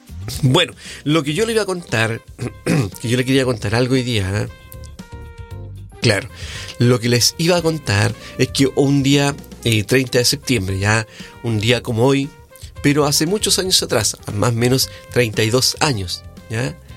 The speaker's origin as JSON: {"language": "Spanish", "town": "Coronel", "region": "Biobío", "country": "Chile", "said": "Así que para quienes somos de Coronel o también de Lota, que es también una comuna minera, ¿verdad?"}